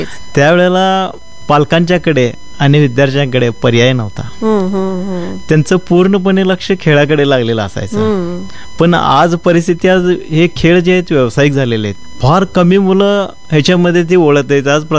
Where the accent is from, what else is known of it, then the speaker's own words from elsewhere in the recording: Belagavi, Karnataka, India; माझा जन्म इथं बेळगाव मध्ये झालेला आहे.